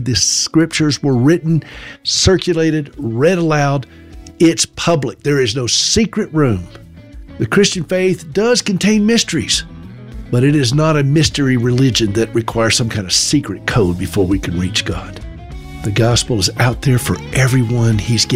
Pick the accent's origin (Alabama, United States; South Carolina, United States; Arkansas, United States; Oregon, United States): South Carolina, United States; born or raised there